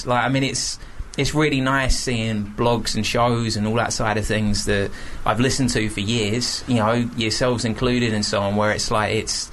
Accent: Bristol, South West England, United Kingdom; Bristol. Yeah.

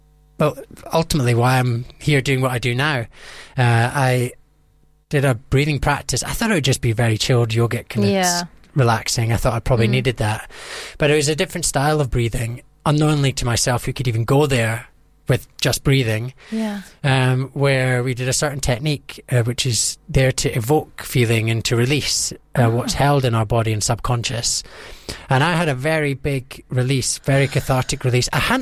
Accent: Scotland, United Kingdom; And she was from New York. I'm from Scotland. So there was a bit of cultural differences as well, yeah.

